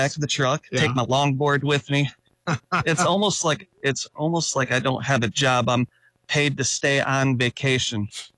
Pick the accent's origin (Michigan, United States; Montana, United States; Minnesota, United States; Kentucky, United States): Michigan, United States; Grand Rapids; Yeah, I'm right here. I've been in the Grand Rapids area my whole life.